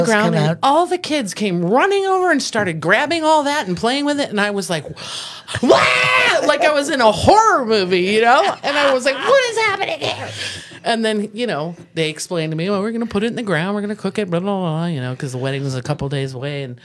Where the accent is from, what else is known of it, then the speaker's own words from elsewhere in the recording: San Jose, California, United States; I grew up in San Jose.